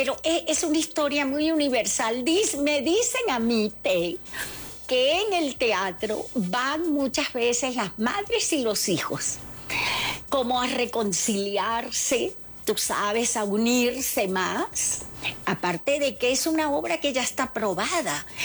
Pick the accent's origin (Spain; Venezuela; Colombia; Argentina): Venezuela; Y que terminó en mi país, fíjate. Terminó en Venezuela